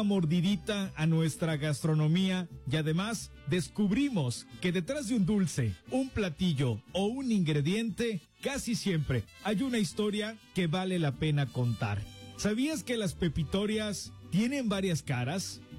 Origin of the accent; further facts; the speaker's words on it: Mexico; Porque así somos los mexicanos con los dulces tradicionales.